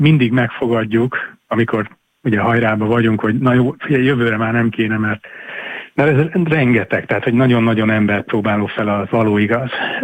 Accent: Zala, Hungary; moved away as an adult; also born or lived in Budapest; now in Zala County, Hungary; Én eredetileg zalai vagyok

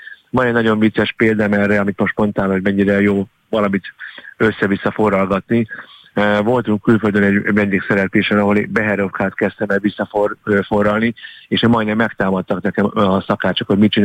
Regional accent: Hungary; Én Magyarországon születtem, Magyarországon éltem, Magyarországon nevelkedtem

